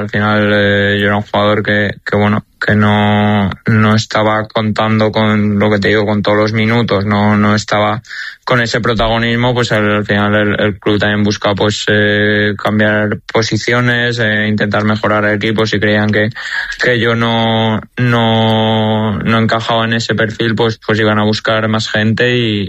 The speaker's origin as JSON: {"language": "Spanish", "town": "Valencia", "region": "Valencian Community", "country": "Spain", "tie": "born or raised there", "said": "yo me he criado allí, soy de Valencia y voy a ser de Valencia toda la vida"}